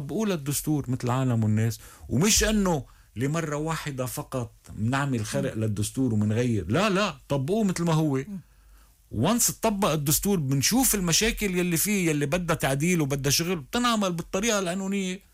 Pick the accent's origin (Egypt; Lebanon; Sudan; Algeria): Lebanon; نحن لبنانيين قبل ما نكون شيعة